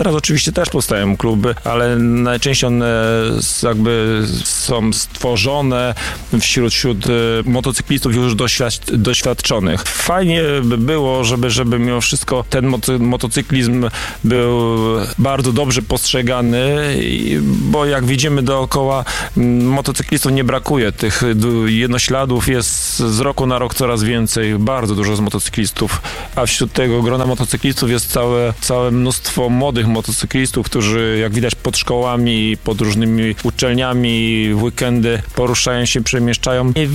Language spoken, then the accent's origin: Polish; Słupca, Greater Poland Voivodeship, Poland; Flaga Słupcy i barwy Słupcy i to, że jesteśmy ze Słupcy i z powiatu słupackiego, choć nie tylko, bo są motocykliści wśród nas, również z innych powiatów.